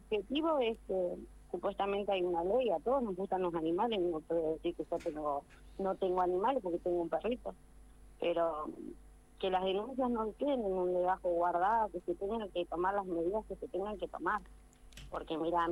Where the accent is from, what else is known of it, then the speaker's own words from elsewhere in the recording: Loncopué, Neuquén, Argentina; agradecer a la gente de mi pueblo, porque yo no cuento con obra social, y pagar una consulta por ahí cuesta, pagar la medicación también cuesta, y ellos, desde acá de Loncopué, la mayoría de la gente me estaban ayudando